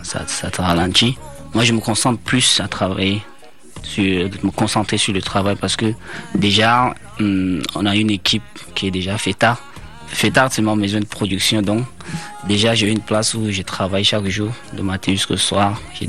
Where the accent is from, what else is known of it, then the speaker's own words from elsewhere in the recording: Chad; first language Ngambaye; Oui, Nangéré. Oui, Nangéré, en ma langue maternelle.